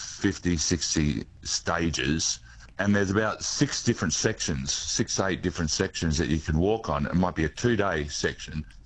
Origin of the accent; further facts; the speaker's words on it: Australia; as an Australian with Indigenous and Italian and mixed background, you know, how do you reconcile that?